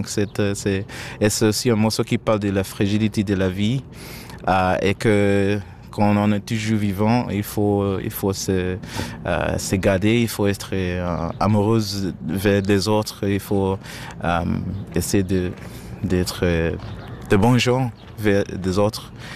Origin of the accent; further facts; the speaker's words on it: Zimbabwe; mais moi, je viens du Zimbabwe, donc dans notre tradition